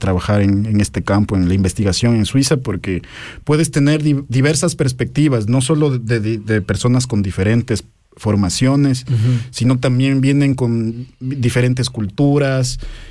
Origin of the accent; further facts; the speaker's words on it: Ecuador; por ese lado es importante también para mí como ecuatoriano estar preparado en este tipo de cosas